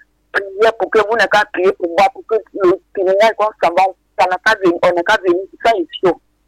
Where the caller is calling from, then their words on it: San-Pédro, Bas-Sassandra, Côte d’Ivoire; je suis à Saint-Pedro, je vous appelle aujourd'hui là.